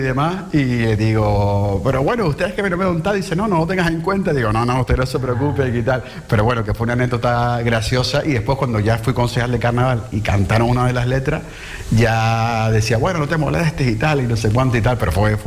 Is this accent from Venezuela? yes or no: no; Las Palmas de Gran Canaria, Canary Islands, Spain; por servir a la gente de mi ciudad. Porque amo Las Palmas de Gran Canaria, soy orgulloso de donde soy.